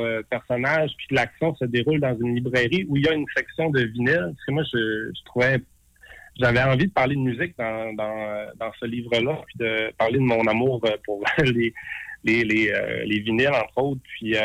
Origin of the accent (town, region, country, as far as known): Saguenay, Quebec, Canada; born or raised there